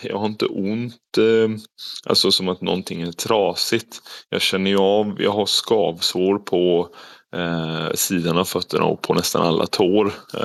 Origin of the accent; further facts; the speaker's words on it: Kalmar, Kalmar County, Sweden; now in Gothenburg, Sweden; jag är ju ursprungligen från Kalmar, så jag har familj här som jag passar på att träffa när jag ändå är hemma.